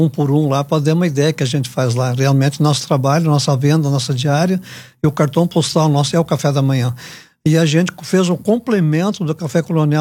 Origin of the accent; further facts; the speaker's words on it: Nova Petrópolis, Rio Grande do Sul, Brazil; now in Gramado, Brazil; Nova Petrópolis não pode ficar fora, que é minha terra natal